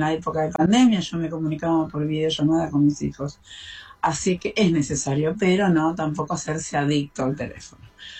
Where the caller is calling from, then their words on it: Ingeniero Maschwitz, Buenos Aires Province, Argentina; de Escobar, ingeniero Madrid.